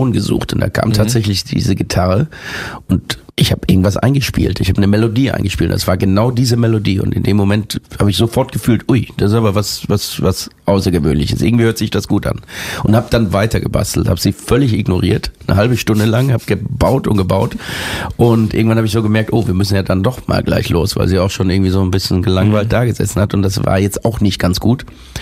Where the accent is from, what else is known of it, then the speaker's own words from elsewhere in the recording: Germany; Wenn ich als Deutscher englische Texte schreibe, dann empfinde ich das immer, dann hört man, dass das irgendwie so, ja, ein Deutscher geschrieben hat.